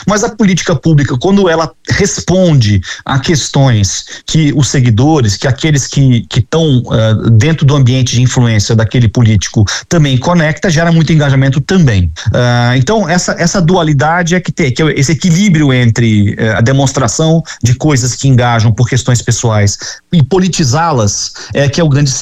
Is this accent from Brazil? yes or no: yes; Rio de Janeiro, Brazil; eu também sou do Rio de Janeiro, então tenho especial interesse em olhar, né?